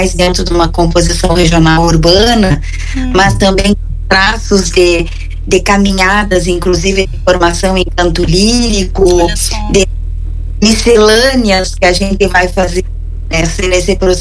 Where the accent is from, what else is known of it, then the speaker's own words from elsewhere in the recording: Uruguaiana, Rio Grande do Sul, Brazil; now in Pelotas, Brazil; Eu sou originária de Uruguaiana, vivo em Pelotas há 30 anos